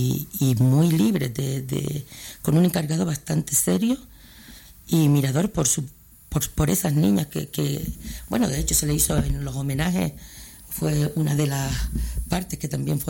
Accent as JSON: {"language": "Spanish", "town": "Santa Brígida", "region": "Canary Islands", "country": "Spain", "said": "soy de Santa Brígida, lógicamente."}